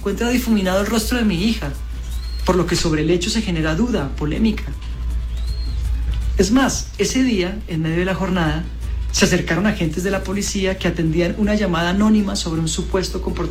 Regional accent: Colombia; Soy actor colombiano

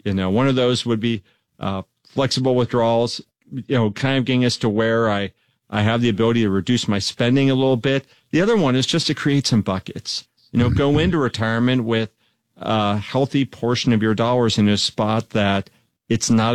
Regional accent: Dallas, Texas, United States; I grew up in Dallas, Texas, and up here in the Northwest now

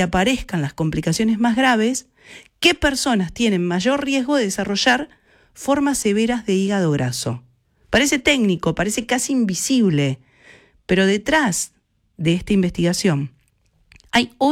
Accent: Argentina; ¿Por qué no nos damos esa oportunidad como argentinos entonces?

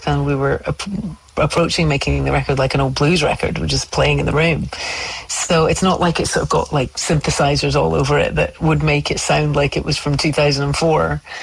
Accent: Scotland, United Kingdom; now in Australia; when I first came to Australia, was like being Scottish and just going to the other side of the world

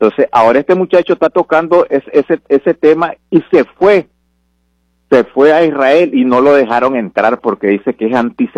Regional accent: Nicaragua; Comprendo si fuera en mi país, pues, ¿me entiendes? Porque, uh-huh, ya sabemos que Ortega es una dictadura

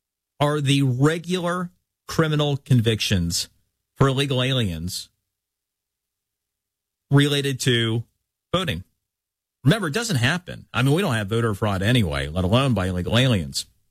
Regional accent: Florida, United States

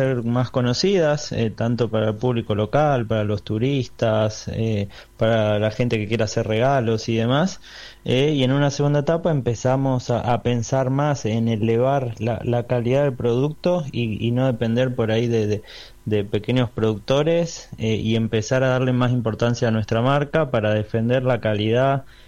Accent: Tandil, Buenos Aires Province, Argentina; now in Buenos Aires, Argentina; yo y mi hermano somos de Tandil, pero estamos radicados en Buenos Aires.

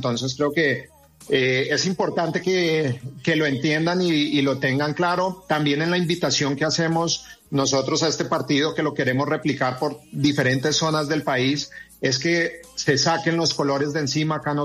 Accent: Bogotá, Colombia; now in Cali, Colombia; Bueno, primero, yo soy de Bogotá, pero amo Cali, me fui muy joven para allá y es una ciudad que me abrió las puertas

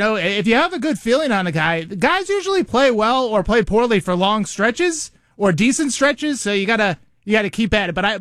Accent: Massachusetts, United States; my home state of Massachusetts

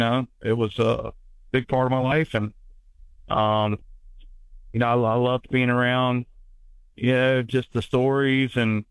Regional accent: Tidewater, Virginia, United States; A lot of friends, a lot of relatives, especially growing up in the Tidewater, Virginia area.

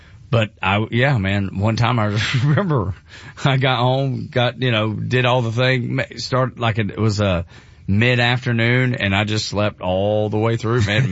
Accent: Georgia, United States; I'm from Northwest Georgia and we love yeah, fried yeah, chicken.

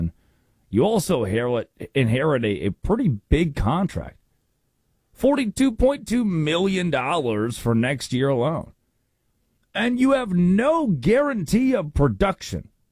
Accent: Arkansas, United States; When I was growing up in Arkansas, it was the closest. We would go to Memphis Grizzlies games to watch the other team.

